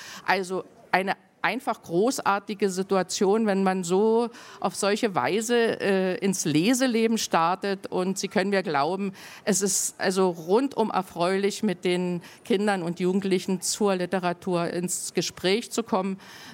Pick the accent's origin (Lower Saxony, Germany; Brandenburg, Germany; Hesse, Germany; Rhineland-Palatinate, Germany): Brandenburg, Germany; Cottbus; Nun bin ich aus Cottbus, nicht weit von Hoyerswerda.